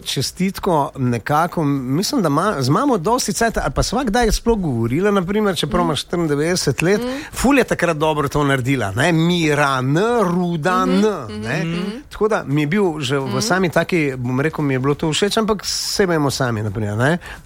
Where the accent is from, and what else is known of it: Krško, Lower Sava, Slovenia; born or raised there; also born or lived in Zagreb, Croatia